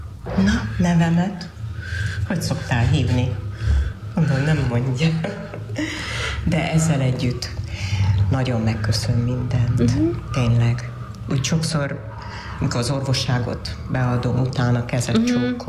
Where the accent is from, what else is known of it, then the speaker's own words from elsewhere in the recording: Hungary; Mi magyarok vagyunk, Pali, és Magyarországon élünk